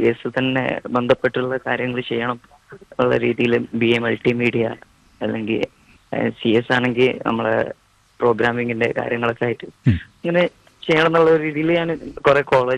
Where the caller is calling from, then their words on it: Irumbuzhi, Kerala, India; ഞാൻ മലപ്പുറം ഇരുമ്പുഴി.